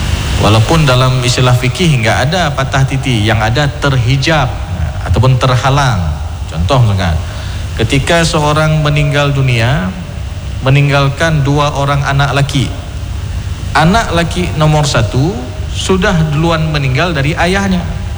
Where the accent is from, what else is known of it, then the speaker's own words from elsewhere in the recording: Aceh, Indonesia; dalam istilah kita Aceh